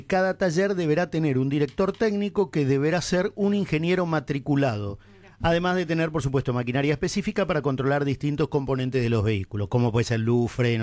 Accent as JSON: {"language": "Spanish", "country": "Argentina", "said": "nosotros los argentinos somos absolutamente desconfiados"}